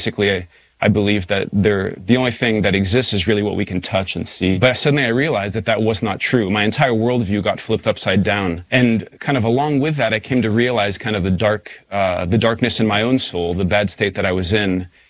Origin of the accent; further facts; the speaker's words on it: Pittsburgh, Pennsylvania, United States; also born or lived in Saudi Arabia; family moved to Saudi Arabia. And then when I was eight, we moved to Pittsburgh, Pennsylvania. And so I grew up in Pittsburgh, had a really good childhood and a loving family. Grew up Catholic, going to church every week.